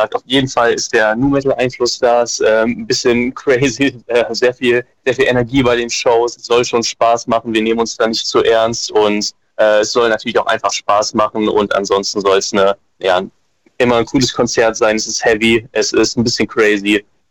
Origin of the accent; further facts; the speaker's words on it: Braunschweig, Lower Saxony, Germany; Wir kommen aus Braunschweig und Umgebung.